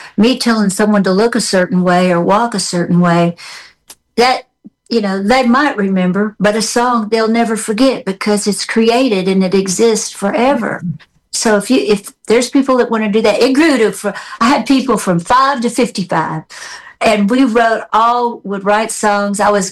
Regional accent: Memphis, Tennessee, United States; Teenie, you're from Memphis, I'm from Memphis, we should know each other.

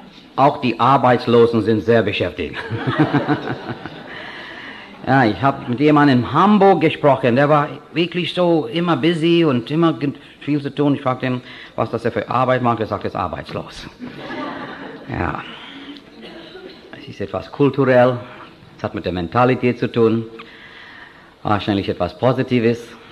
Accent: India; Wir haben Projekte in Indien, ich bin Inder.

